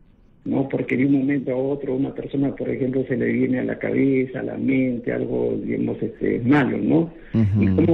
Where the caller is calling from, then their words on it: Lima, Peru; de San Martín de Porras.